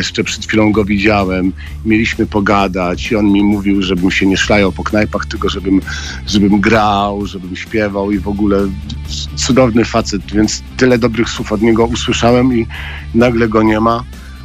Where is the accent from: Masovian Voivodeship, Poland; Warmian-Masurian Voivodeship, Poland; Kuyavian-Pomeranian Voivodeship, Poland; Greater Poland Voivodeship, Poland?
Kuyavian-Pomeranian Voivodeship, Poland; Toruń; One nie są takie bardzo znane, bo jestem z Torunia i znałem Grzegorza.